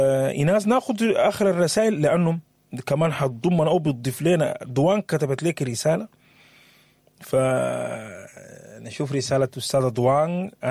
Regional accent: Sudan

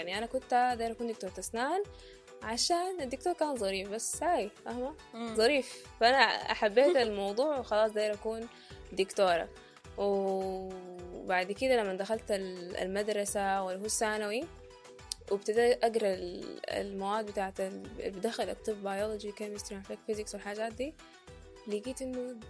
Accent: Sudan; moved away; زي مثلا عندنا في السودان لما حصلت الحرب ما كان عندي اوبشن بتاع لا لا لا, لا انا ما حقدر اغير بيتي ولا حقدر اطلع

